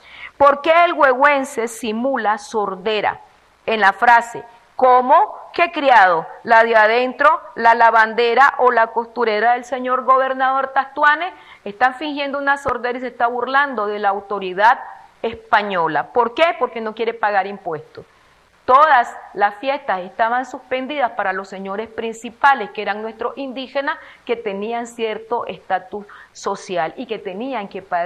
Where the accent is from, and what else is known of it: Nicaragua